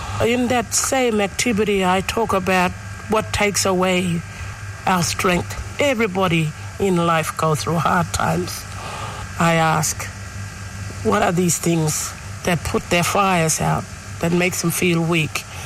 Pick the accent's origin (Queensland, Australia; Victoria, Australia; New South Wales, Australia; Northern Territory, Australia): Northern Territory, Australia; Tennant Creek; I'm from Tennant Creek.